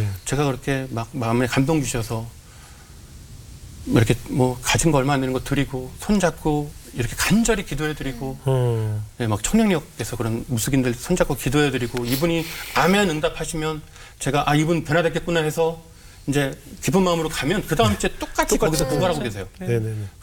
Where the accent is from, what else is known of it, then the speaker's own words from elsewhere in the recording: Chuncheon, Gangwon, South Korea; 제가 고향이 강원도 춘천인데